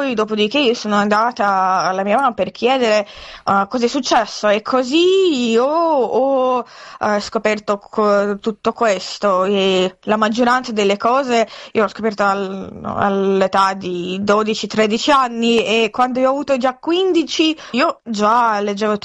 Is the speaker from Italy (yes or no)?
no; Russia; now in Latvia; la mia propria esperienza è stata che quando io mi sono trasferita dalla Russia a Lettonia, in quel momento in 2022, io certo che parlavo con i miei amici della guerra